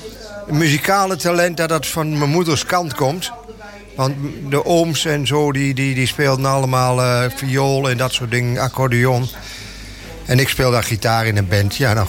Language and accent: Dutch; Gelderland, Netherlands; accent: Achterhoeks